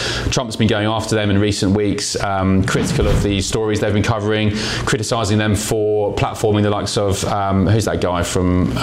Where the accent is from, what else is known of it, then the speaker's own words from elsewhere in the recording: United Kingdom; And I would argue, as a Brit, not my country, not really my place to say